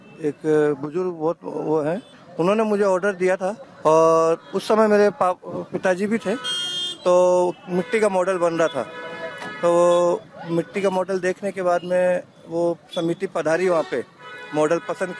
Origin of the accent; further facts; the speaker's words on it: Jaipur, Rajasthan, India; मैं साहब जयपुर राजस्थान से।